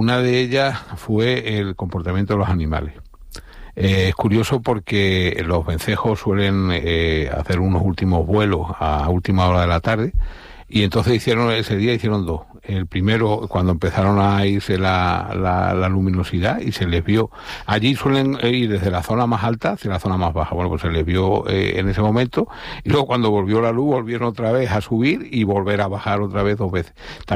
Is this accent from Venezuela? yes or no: no; Extremadura, Spain; yo soy extremeño, también tengo residencia en Badajoz